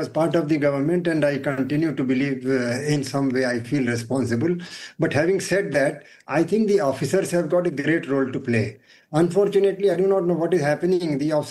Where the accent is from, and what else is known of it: India